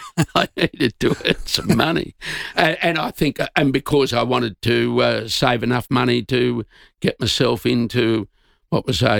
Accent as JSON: {"language": "English", "town": "Casterton", "region": "Victoria", "country": "Australia", "tie": "born or raised there", "said": "Well, it was, you just didn't want to be anywhere else, Graham, but Casterton"}